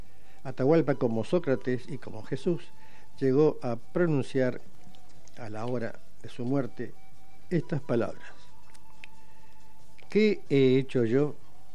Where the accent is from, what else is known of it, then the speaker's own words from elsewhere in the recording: Argentina; así somos los argentinos